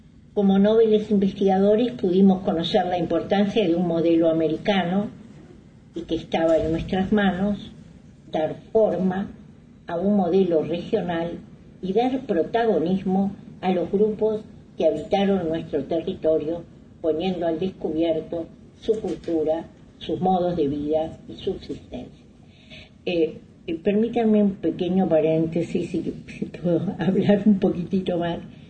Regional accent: Salto, Uruguay; born there; Nacimos en Salto Grande. Hicimos aquí nuestros primeros aprendizajes.

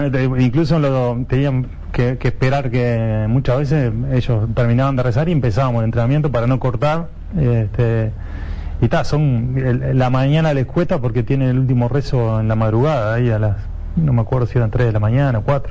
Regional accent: Uruguay; moved away as an adult; nosotros en el fútbol uruguayo crecemos que te tenés que ir

